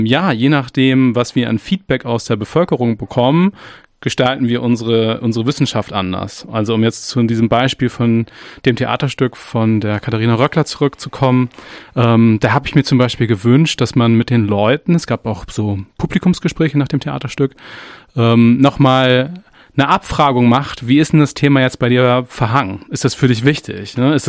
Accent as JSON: {"language": "German", "town": "Flensburg", "region": "Schleswig-Holstein", "country": "Germany", "tie": "born or raised there", "lives_now": "Dresden, Germany", "said": "Vor 2 Jahren ist tatsächlich einer bei meiner Heimatstadt Flensburg runtergekommen. Der ist dann auch hier in Dresden analysiert worden tatsächlich."}